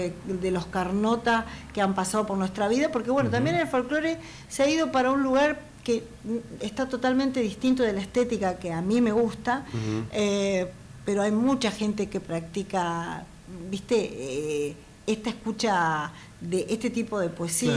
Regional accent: La Plata, Buenos Aires Province, Argentina; now in Buenos Aires, Argentina; bueno, me vine de La Plata para Buenos Aires

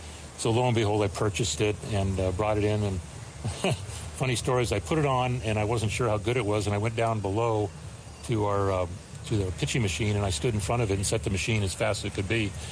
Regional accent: San Diego, California, United States; my favorite player is Ted Williams growing up in San Diego.

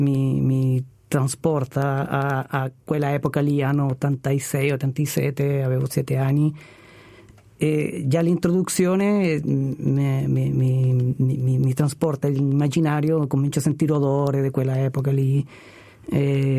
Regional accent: Rancagua, O'Higgins, Chile; Italian is a second language; moved away as an adult; also born or lived in Santiago, Chile; now in Mendrisio, Switzerland; sono nato prima a Rancagua, in una piccola città, una piccola mediana città al sud di Santiago. E da lì mi sono ho fatto il trasloco a vivere a Santiago per 20 anni.

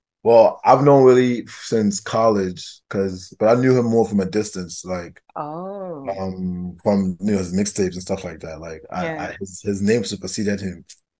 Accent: New York, United States; now in Los Angeles, United States; Yeah, don't coming from New York to here was kind of like a roller coaster, but because we're from New York, we don't really, it's like L.A. and New York are very similar

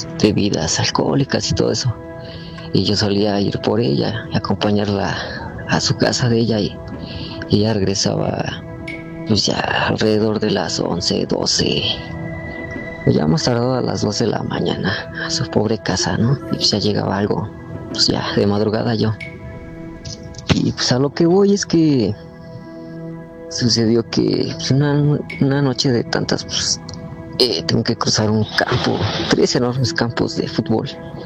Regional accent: Toluca, State of Mexico, Mexico; Soy de Toluca y no daré muchos detalles de dónde ocurrió esto

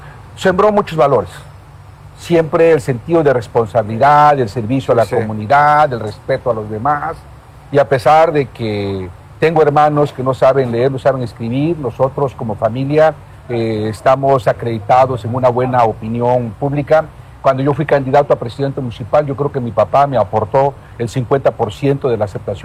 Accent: Tlalixtaquilla, Guerrero, Mexico; Los dos únicos senadores de la República que ha aportado la región de la montaña somos de Tlalistaquilla.

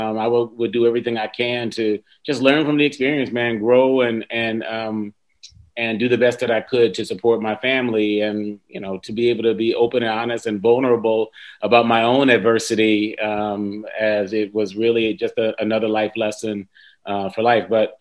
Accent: Cleveland, Ohio, United States; born there; So I was born in Cleveland, Ohio, man. But really appreciated that kind of island upbringing, man.

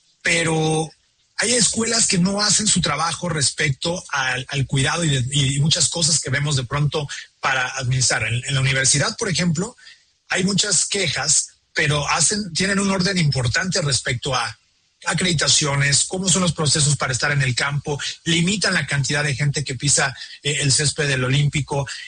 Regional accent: Mexico; Por ejemplo, nos invitan de Guadalajara, yo soy de México, no vamos a poder ir

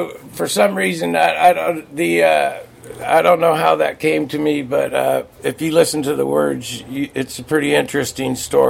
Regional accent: Colorado, United States; I'm originally from Colorado, and it suits me just fine being up in the Sierras.

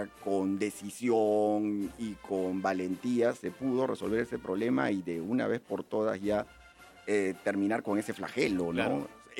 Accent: Peru; que nosotros ya lo vemos como peruanos, pero yo que lo he analizado en su música, sí, en su forma y en sí, su letra, puedo decir que en verdad es una muy buena

